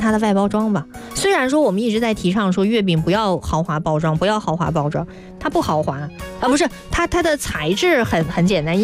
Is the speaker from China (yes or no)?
yes; Northwest China, China; now in Guangdong, China; 我不是广东的，我是西北人。 我是西北人，但是在广东也是